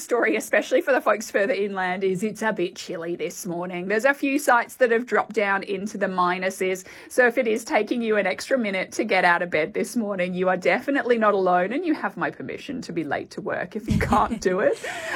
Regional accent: England, United Kingdom; first time as a English family driving through that area, my mum was adamant we were not allowed to draw in the dirt on the back of the car.

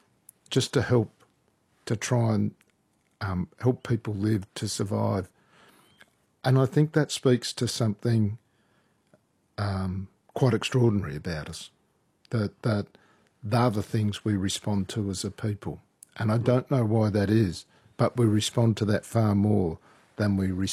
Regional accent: Tasmania, Australia; Well, I'm probably saved from being an Australian by being a Tasmanian.

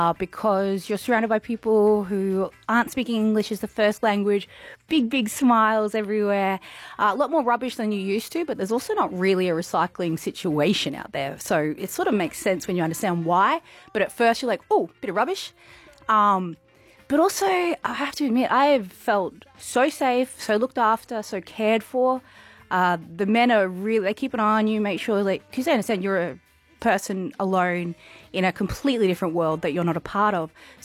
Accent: Queensland, Australia; also born or lived in Melbourne; now in Darwin, Australia; But I grew up in Queensland, but it's not really a part of this story. And I moved to the NT from Melbourne, where I was working as a sound engineer and stuff down there.

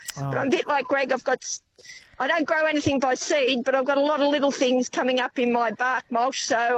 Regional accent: Warrnambool, Victoria, Australia; I'm from Warrnambool, from your old stamping ground.

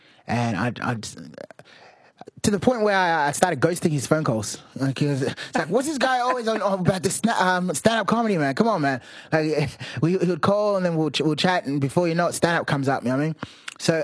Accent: Sydney, New South Wales, Australia; so like when I celebrate being an Australian, people will tell me that I'm not. And when I celebrate about being Sydney's, people will say, why don't you go back then?

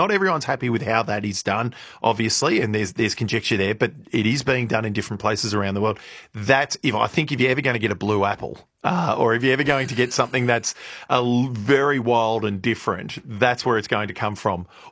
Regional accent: Shepparton, Victoria, Australia; and I'm not saying this just because it's my hometown, Shepparton, the secondary college in Shepparton, the public school in the middle of a regional city.

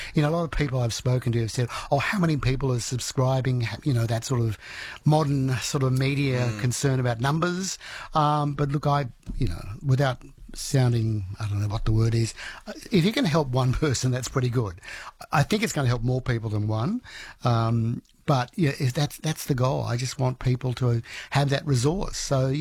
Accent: Lismore, New South Wales, Australia; I spoke to a young man only recently in my hometown of Lismore in northern New South Wales

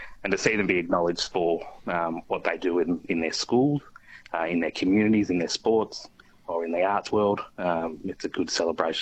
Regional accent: South Australia, Australia; I'm from South Australia. I'm an Adjumunna person, so this is not my country here.

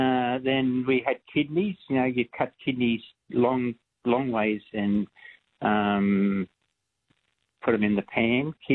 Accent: Blayney, New South Wales, Australia; now in Huskisson, Australia; I grew up in Blaney in the meatworks and become a meat inspector, and I was in the meat industry for 20 years. But as a child, I'm 78, and as a child in Blaney

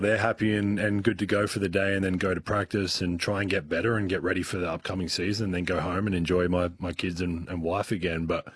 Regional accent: Adelaide, South Australia, Australia; But growing up in Adelaide and playing for the Tigers, like, you just don't, those things never, like, I wanted to play for Australia.

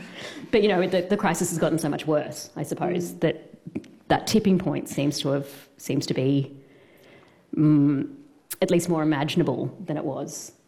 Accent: Sydney, New South Wales, Australia; I am from Sydney, which is sort of the epicentre of the housing crisis, if you like.

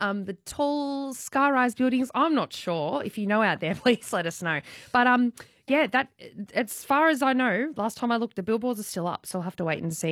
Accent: Victoria, Australia; because I grew up in Victoria, so did you.

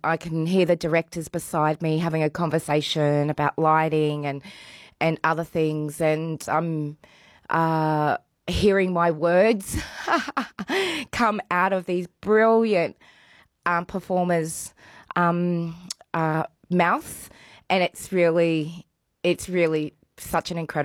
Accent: Cloncurry, Queensland, Australia; Yeah, so I was born in Cloncurry. So, you know, we say … from Cloncurry.

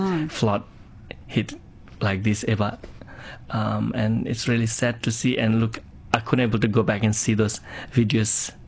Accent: Australia; as Australian

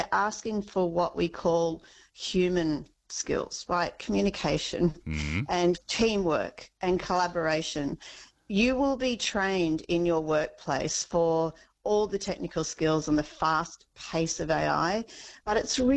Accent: Queensland, Australia; I'm a Queenslander

